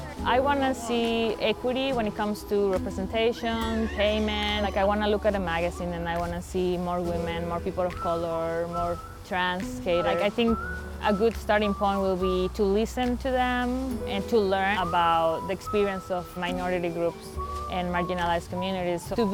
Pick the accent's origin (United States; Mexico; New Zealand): Mexico; English is a second language; moved away as an adult; now in Canada; I'm originally from Mexico. I'm a skateboard photographer and I've been in Canada for about 12 years. I didn't plan to move here. It was a last minute decision.